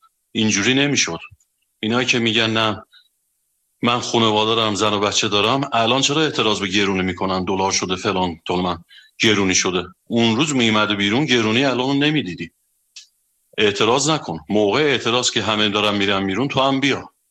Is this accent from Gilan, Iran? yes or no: no; Ardabil, Ardabil Province, Iran; حرف بعدی میره، من از اردبیلم.